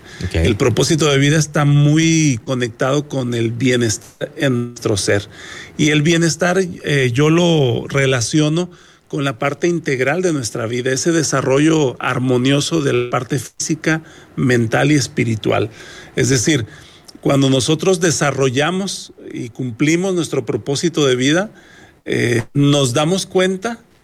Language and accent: Spanish; Uruapan, Michoacán, Mexico; now in Monterrey, Mexico; naciendo en el estado de Michoacán. Soy originario de Uruapan, Michoacán